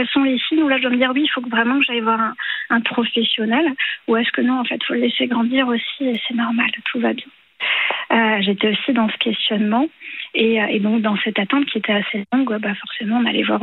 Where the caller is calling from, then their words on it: Grand Est, France; Alors moi, je suis de Moselle, donc dans le Grand Est.